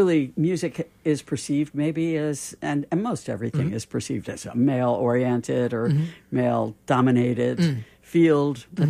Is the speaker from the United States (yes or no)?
yes; New York, United States; I grew up in New York and we didn't have a country station until later